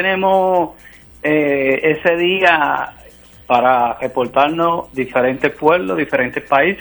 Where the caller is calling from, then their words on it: Puerto Rico; el condominio que yo vivo en Nuestra Señora Covadonga de Vejeciente.